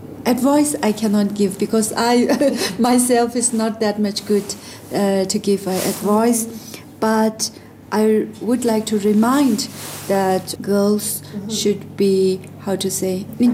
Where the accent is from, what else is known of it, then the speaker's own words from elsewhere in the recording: Lhasa, Tibet, China; born there; English is a second language; Since then, we are settled in Lhasa. Oh, I see. And then I was born in Lhasa.